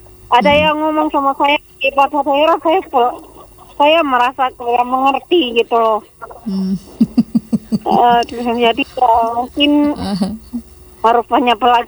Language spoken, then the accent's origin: Indonesian; Kupang, East Nusa Tenggara, Indonesia; born there; Ya biasanya pakai bahasa Indonesia Pak, karena saya kan lahir di Kupang. Nah, saya lahir di Kupang.